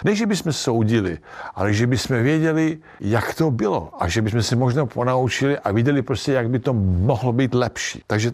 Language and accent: Czech; Serbia; now in Czech Republic; já jsem hrdý na to, že jsem Srb a stejně jsem hrdý, že mám české občanství.